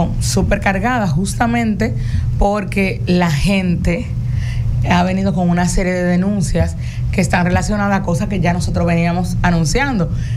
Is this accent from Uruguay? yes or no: no; Dominican Republic; como somos los dominicanos y las dominicanas